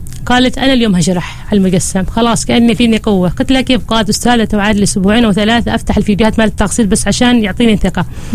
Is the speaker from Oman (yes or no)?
yes; Oman; عندنا احنا كعادات عمانية